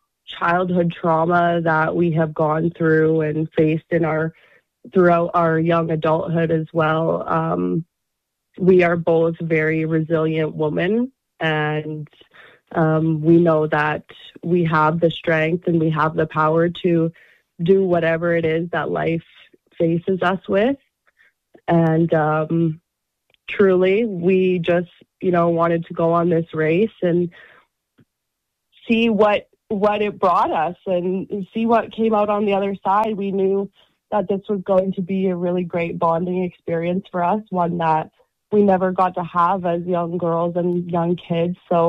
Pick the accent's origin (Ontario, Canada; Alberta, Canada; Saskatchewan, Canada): Alberta, Canada; Edmonton; I was raised in Edmonton here.